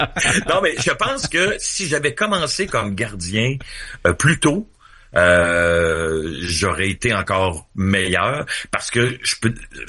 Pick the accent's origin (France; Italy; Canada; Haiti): Canada; Quebec City, Quebec; Puis moi j'étais tellement content, j'étais un gars de Québec, fait que j'étais partisan des Nordiques